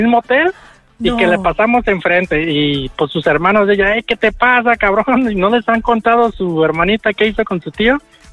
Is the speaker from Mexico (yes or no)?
yes; Guadalajara, Jalisco, Mexico; now in Puerto Vallarta, Mexico; nosotros somos de acá de Guadalajara y estamos en Puerto Vallarta